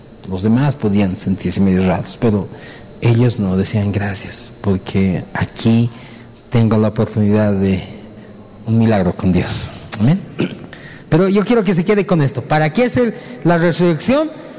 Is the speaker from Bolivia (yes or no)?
yes; Bolivia; somos bolivianos